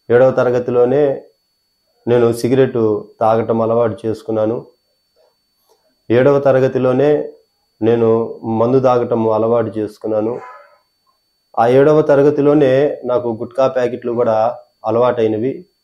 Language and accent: Telugu; Andhra Pradesh, India; born there; సాయంత్రం 7 దాటిన తర్వాత సంజీవ్ నగర్ రమ్మంటే ఆటో వాళ్ళు రిక్షా వాళ్ళు వచ్చేవారు కాదు. అంత భయంకరంగా మా ప్రాంతము ఉండేది.